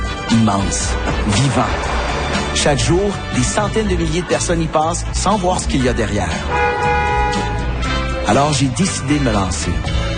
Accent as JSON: {"language": "French", "town": "Quebec City", "region": "Quebec", "country": "Canada", "said": "Peut-être que c'est parce que je viens de Québec"}